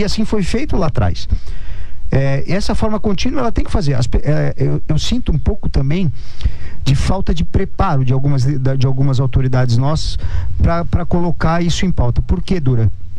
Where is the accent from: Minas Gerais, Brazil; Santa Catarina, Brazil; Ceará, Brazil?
Santa Catarina, Brazil; Tubarão; a gente é de Tubarão